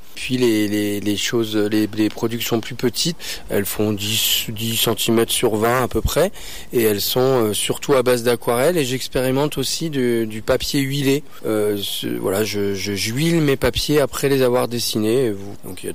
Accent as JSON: {"language": "French", "country": "Réunion", "tie": "born or raised there", "said": "J'ai grandi à La Réunion."}